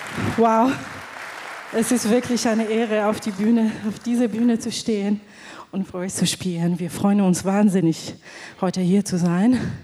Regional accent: Iran; moved away; Ich komme aus dem Iran

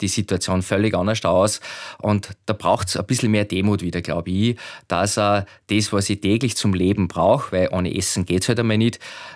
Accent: Schladming, Styria, Austria; Da gehören 15 große Marken dazu, wie Gösser oder wo ich herkomme, Schlappminger Bier und viele bekannte Marken.

